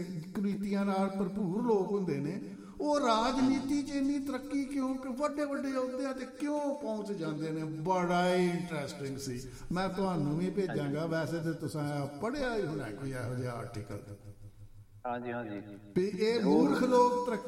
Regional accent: Punjab, India; moved away; ਬਿਲਕੁਲ ਸਾਡਾ ਫਿਰ ਵੀ ਮੁਲਕ ਹੈ ਐਨੀ ਹੋ ਬੇਸ਼ੱਕ ਅਸੀਂ ਬਾਹਰ ਦੇ ਰਹਿਣ ਵਾਲੇ ਹਾਂ ਪਰ ਸਾਡੀ ਹਮਦਰਦੀ ਅਤੇ ਸਾਡੇ ਸੋਹਣੇ ਪੰਜਾਬ ਅਤੇ ਭਾਰਤ ਵਰਸ਼ ਵੀ ਸਾਡਾ ਦੇਸ਼ ਹੈ

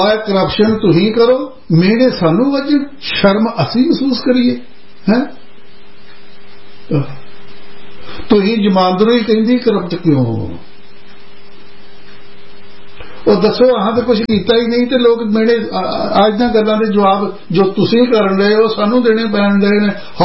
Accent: Punjab, India; moved away; ਮੈਂ ਤੇ ਪੰਜਾਬ ਦਾ ਰਹਿਣ ਵਾਲਾ

